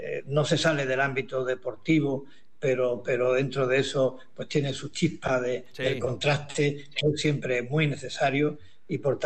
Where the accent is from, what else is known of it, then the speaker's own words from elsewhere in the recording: Spain; soy de España, somos del Ceuta y del Sporting de Gijón.